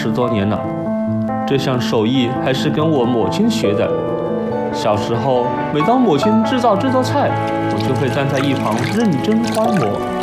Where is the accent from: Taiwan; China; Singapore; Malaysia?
China; Xiangtan, Hunan; 土生土长的湘潭人